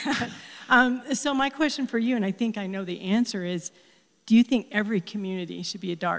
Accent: Florence, Colorado, United States; I'm from Florence, Colorado, just down the mountain from Westcliff, which is a dark sky community.

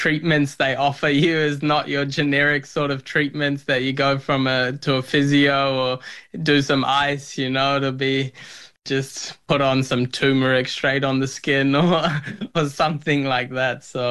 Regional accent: New Zealand; born there

